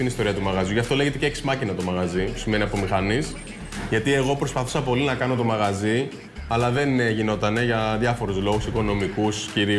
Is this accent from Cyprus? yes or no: no; Egypt; now in Greece; Και τους λέω είμαι από την Αίγυπτο, αυτοί παθαίνουν σοκ.